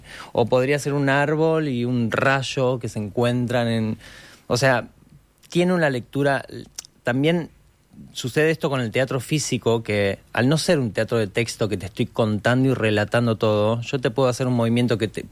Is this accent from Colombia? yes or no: no; Argentina; pues somos argentinos